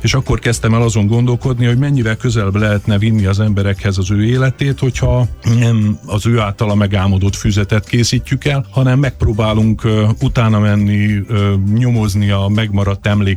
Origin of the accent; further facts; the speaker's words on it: Budapest, Hungary; Én egy csepeli átlagos családból származom